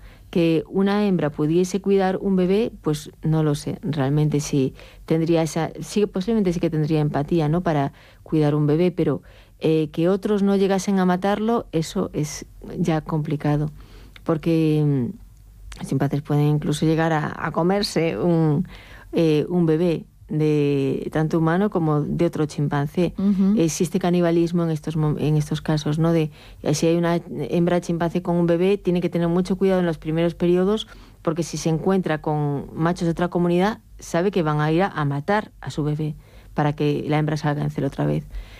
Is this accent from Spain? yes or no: yes; Galicia, Spain; accent: Galician; moved away; yo soy gallega, ¿no? Los gallegos estamos en Galicia. Bueno, yo no estoy en Galicia ahora, pero no tengo mucho acento, pero yo antes tenía acento.